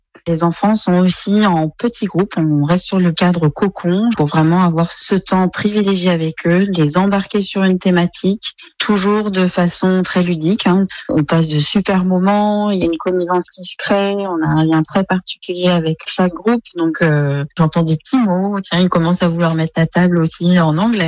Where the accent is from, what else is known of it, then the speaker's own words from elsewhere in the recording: France; also born or lived in United States; now in Ardèche, France; Je suis française, mais mes études universitaires étaient autour de l'anglais. Je me suis spécialisée dans la recherche aussi sur l'apprentissage précoce des langues. Et puis j'ai vécu 2 ans aux États-Unis. Donc à mon retour en France